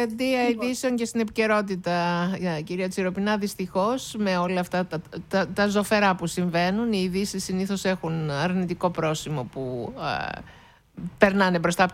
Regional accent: Thessaloniki, Central Macedonia, Greece; μπορώ να το πω ως Θεσσαλονικιά

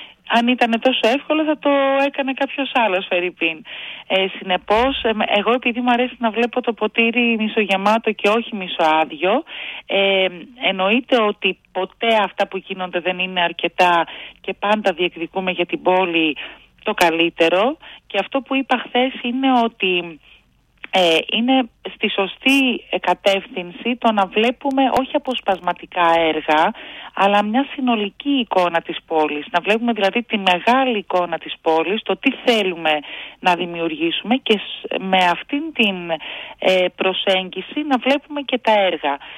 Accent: Kozani, Western Macedonia, Greece; now in Thessaloniki, Greece; Εγώ, όπως σας είπα, μένω πάρα πολλά χρόνια στη Θεσσαλονίκη, γιατί έχω γεννηθεί και έχω μεγαλώσει στην Κοζάνη, έχω καταγωγή από τα Γρεβενά, αλλά είμαι πάρα πολλά χρόνια εδώ

